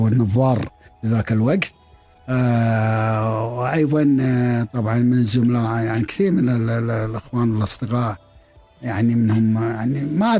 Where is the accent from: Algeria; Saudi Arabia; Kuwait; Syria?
Kuwait